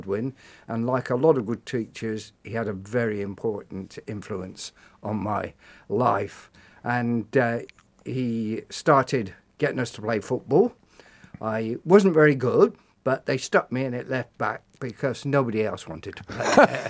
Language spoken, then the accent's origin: English; Cheltenham, South West England, United Kingdom; moved away; I grew up in Cheltenham on a council estate on the outskirts there.